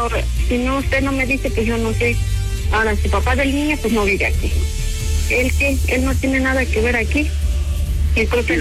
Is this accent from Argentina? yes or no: no; Hidalgo, Mexico